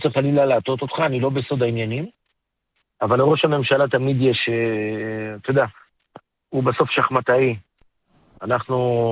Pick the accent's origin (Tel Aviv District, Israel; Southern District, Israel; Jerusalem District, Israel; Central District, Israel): Southern District, Israel; Ofakim; אני מגיע משם, אני מגיע מאופקים, אני לא גר במה שנקרא במגדל השן צפון.